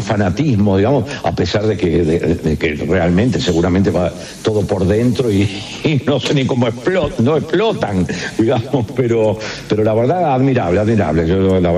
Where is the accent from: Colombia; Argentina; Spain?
Argentina; Soy argentino